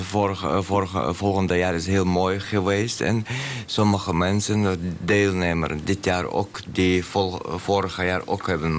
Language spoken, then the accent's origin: Dutch; Chechnya, Russia; Dutch is a second language; moved away as an adult; now in Sunbrul, Netherlands; Ja, ik kom uit Tsjetsjenië. Ik woon in Zonbrul bijna 8 jaar.